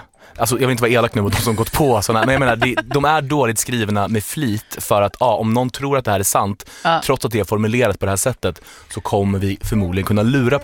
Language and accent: Swedish; Norway; Ja, men jag är norsk.